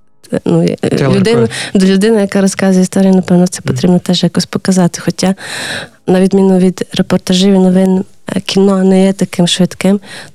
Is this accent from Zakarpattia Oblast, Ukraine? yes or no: yes; Zakarpattia Oblast, Ukraine; я з Закарпаття